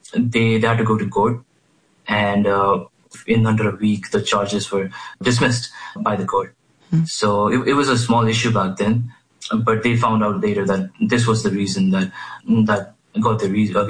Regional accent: Bhopal, Madhya Pradesh, India; English is a second language; moved away as an adult; now in United States; I grew up in Bhopal, in India, so that's where I'm originally from. And I finished my high school, and for my bachelor's, I came to the U.S. when I was 17, and this was back in 2022.

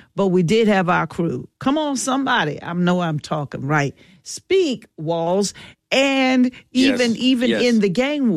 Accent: Philadelphia, Pennsylvania, United States; Philly, you know.

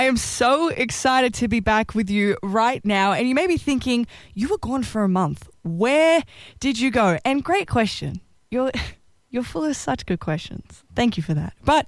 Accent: Australia

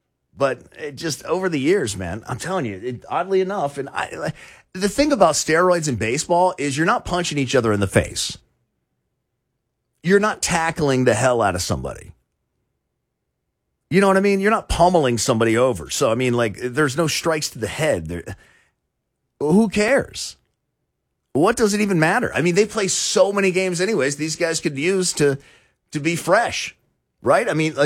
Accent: Florida, United States; I'm from South Florida. So, you know, spring training happened down there.

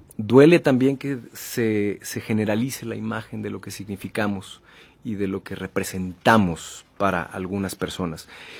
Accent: Mexico; Es algo que como mexicano te duele. Te duele ver el dolor de tus paisanos, de tus connacionales

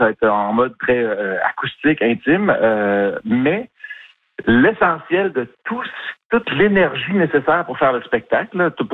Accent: Montreal, Quebec, Canada; moi, je suis un enfant de la ville, je suis né à Montréal

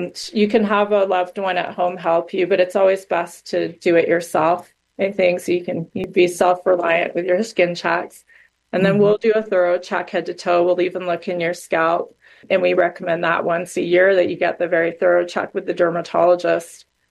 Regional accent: United States; moved away as an adult; now in Utah, United States; I come from New York, New Jersey area.

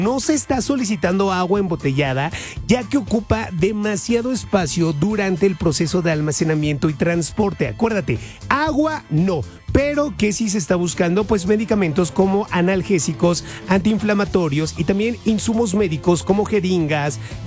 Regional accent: Mexico; como mexicanos siempre nos sumamos para ayudar

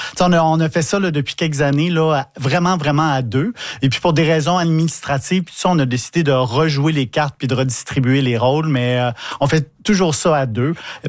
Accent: Montreal, Quebec, Canada; Je viens de Montréal, mais … maintenant, c'est sûr.

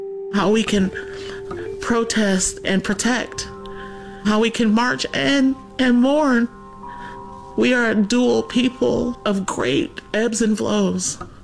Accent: Louisiana, United States

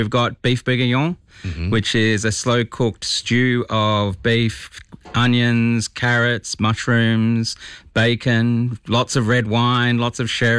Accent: Australia; So my background is mum is Chinese Indonesian, and my dad was English Swedish.

